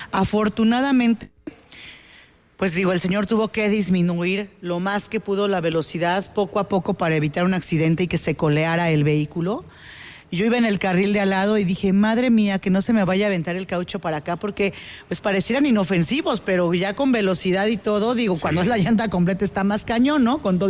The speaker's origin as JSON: {"language": "Spanish", "region": "Querétaro", "country": "Mexico", "said": "Soy niña, soy damita queretana."}